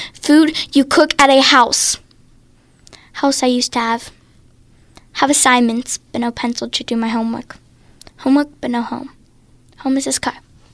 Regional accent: Pittsburgh, Pennsylvania, United States; I'm from the north side.

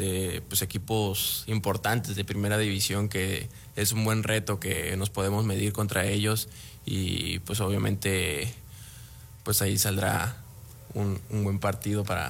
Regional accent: Tapachula, Chiapas, Mexico; Sí, claro, pues justo por mi niñez que vivía allá en Chiapas, en Tapachula, inicié y pues fue muy rápido el proceso

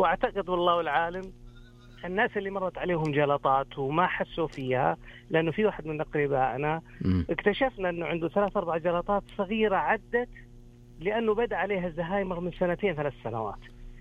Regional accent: Medina, Medina Province, Saudi Arabia; من المدينة منورة.

